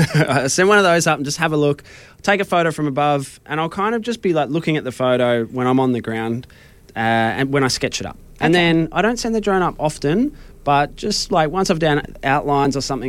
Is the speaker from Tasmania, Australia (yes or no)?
no; Melbourne, Victoria, Australia; I'm from Melbourne.